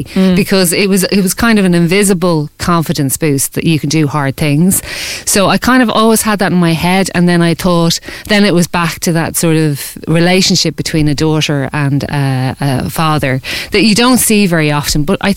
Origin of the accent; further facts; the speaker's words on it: Ballinteer, Leinster, Ireland; also born or lived in Dundrum; So he knew a lot of retailers in where we grew up in Ballinteer and in Dundrum and kind of surrounding areas